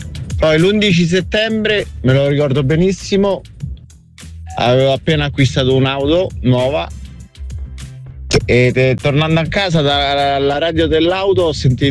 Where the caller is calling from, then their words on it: Rome, Lazio, Italy